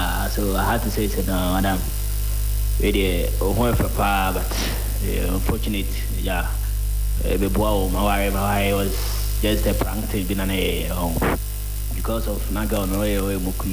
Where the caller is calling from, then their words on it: Barcelona, Catalonia, Spain; Hello, YFM. … I'm streaming from Barcelona.